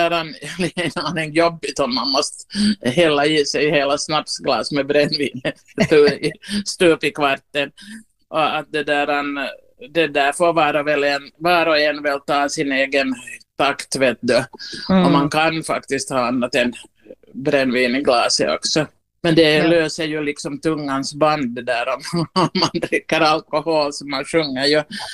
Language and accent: Swedish; Ostrobothnia, Finland; now in Uusimaa, Finland; där jag läst mitt liv helt i lugn och ro som österbottning utan kräftskivor och det där. Så har vi ju min familj, familj här i Nyland